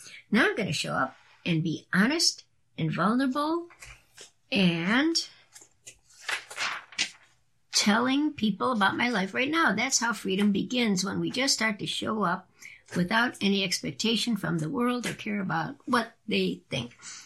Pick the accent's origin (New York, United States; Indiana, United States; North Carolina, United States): North Carolina, United States; accent: North Carolina; now in Los Angeles, United States; I had been in L.A. pursuing acting for so long, taking dialect classes, you know, trying to make my North Carolina accent not as noticeable.